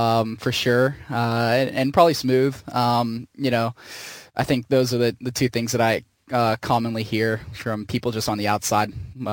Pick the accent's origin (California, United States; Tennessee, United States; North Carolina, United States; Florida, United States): Florida, United States; Miami; I'm from Miami, born and raised, and my dad worked at Homestead Miami Speedway for 30 years or something crazy like that. So honestly, before I even started racing, I just grew up there.